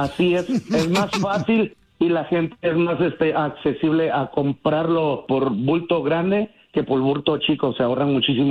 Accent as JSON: {"language": "Spanish", "region": "Veracruz", "country": "Mexico", "moved": "yes", "said": "Yo me vine de Veracruz hace mucho tiempo, muchos años."}